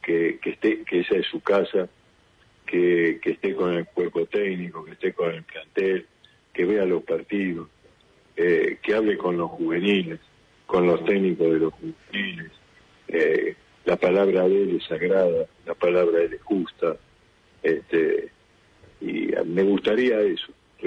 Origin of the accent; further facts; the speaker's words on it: Buenos Aires, Argentina; vos no podés ser de Capital, vos sos de la provincia. No, digo, nací en el Piglobano, y siempre estuve en Capital